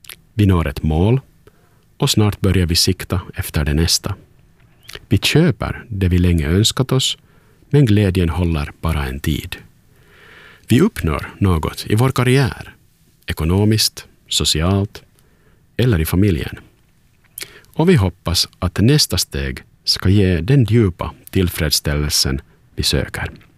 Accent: Turku, Southwest Finland, Finland

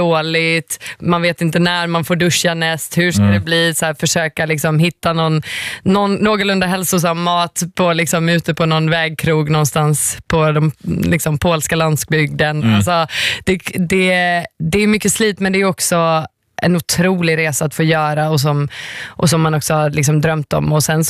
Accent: Finland; avsluta i Finland, liksom mitt hemland.

